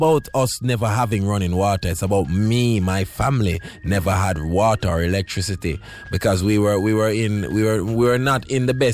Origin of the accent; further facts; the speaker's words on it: Kingston, Kingston Parish, Jamaica; So I grew up in Franklin Town, Kingston 16.